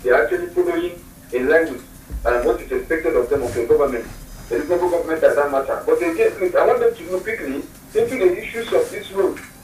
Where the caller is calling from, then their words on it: Senegal; My name is calling from Senegal.